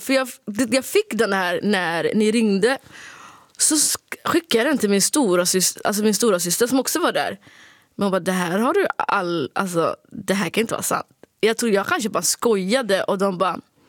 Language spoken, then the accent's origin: Swedish; Sweden; accent: Standard Swedish; jag tycker att jag pratar rikssvenska liksom.